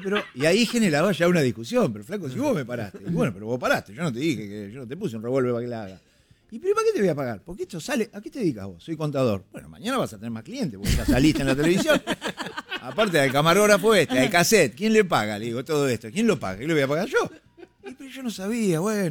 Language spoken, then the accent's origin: Spanish; Mar del Plata, Buenos Aires Province, Argentina; born there; moved away as an adult; now in Buenos Aires, Argentina; yo nací en Mar del Plata